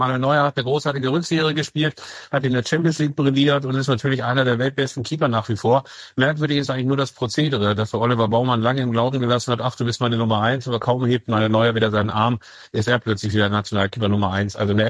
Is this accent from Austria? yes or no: no; North Rhine-Westphalia, Germany; moved away; Ansonsten sage ich natürlich als alter Ostwestfalen